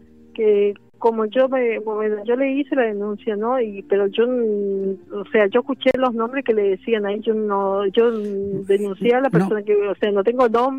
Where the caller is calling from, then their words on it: Almirante Brown, Buenos Aires Province, Argentina; Soy de Almirante Brown.